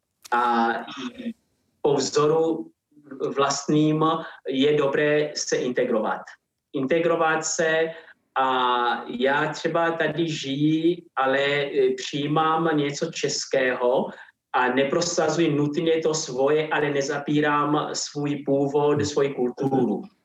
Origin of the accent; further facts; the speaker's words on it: Angola; Czech is a second language; now in Czechia; Mám dva domovy, když tady opravdu jako žijí díl, ale pořád se cítím zároveň i jako Angolán a Česko beru jako svůj druhý domov.